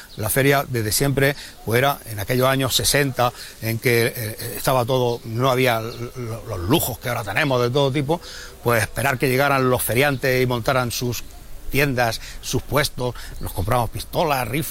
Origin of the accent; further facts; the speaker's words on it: Córdoba province, Andalusia, Spain; salió posibilidad de trabajar, ¿dónde? Córdoba, el sitio más cercano a mi pueblo. Y ahí estoy, a una hora y media o un poco más de Córdoba.